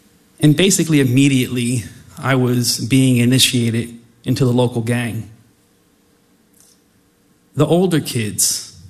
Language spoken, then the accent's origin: English; Plainfield, New Jersey, United States; born there; I was born in 1974 in Plainfield, New Jersey. The four Plainfield people here. The fourth son of Afro-Latino immigrants from the Dominican Republic.